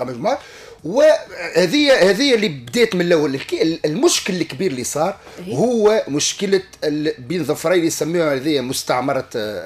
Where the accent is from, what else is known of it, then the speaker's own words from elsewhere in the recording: Sfax, Sfax Governorate, Tunisia; انا اصيل صفاقس وفي حي البحري نحن حومة شعبية